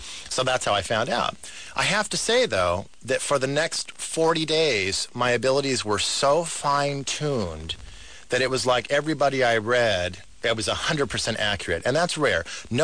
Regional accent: Burbank, California, United States; I'm from Burbank. I'm a local kid, guy.

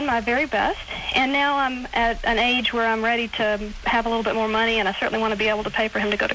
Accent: the South, United States; I was raised in the South

